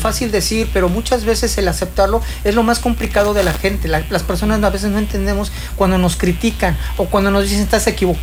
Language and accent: Spanish; Puebla, Mexico; moved away as an adult; now in Cancún, Mexico; Somos poblanos